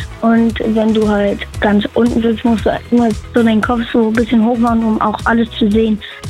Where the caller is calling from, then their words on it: Berlin, Germany; Und wir kommen aus Tempelhof Schöneberg.